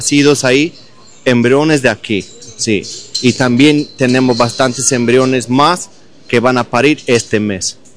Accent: Belize; de Belice y también somos criadores de Brangus ahí de Belice.

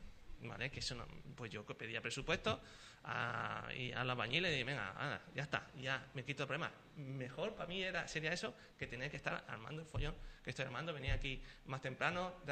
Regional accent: Sanlúcar, Andalusia, Spain

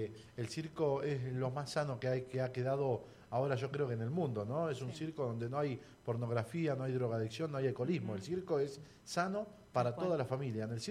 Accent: Buenos Aires, Argentina; nosotros somos de Buenos Aires

